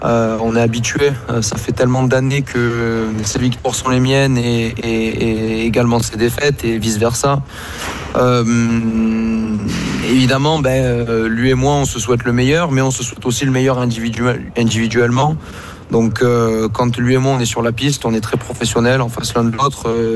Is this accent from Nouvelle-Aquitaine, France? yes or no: no; Marseille, Provence-Alpes-Côte d'Azur, France; en réalité nous sommes originaires de Marseille le sport national à Marseille n'est autre.